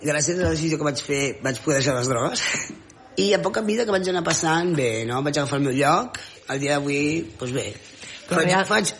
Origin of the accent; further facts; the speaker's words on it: Ripoll, Catalonia, Spain; now in Barcelona, Spain; i vinc d'un poble petit... Vinc de Ripoll